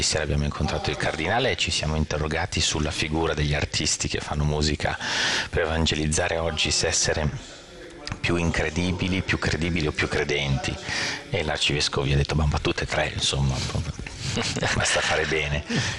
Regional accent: Bologna, Emilia-Romagna, Italy; Io sono bolognese, la Gloria ha sede a Bologna e ovviamente sono molto legato alla mia città dove sono nato e cresciuto

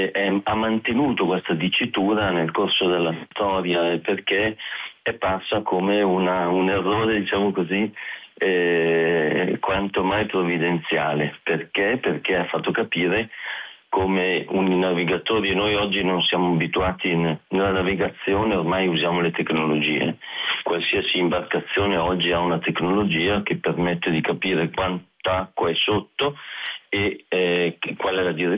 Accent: Lombardy, Italy; io vengo dalla diocesi di Cremona

